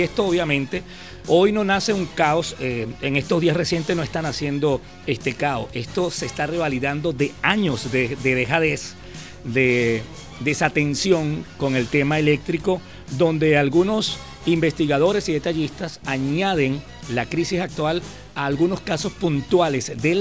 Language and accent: Spanish; Venezuela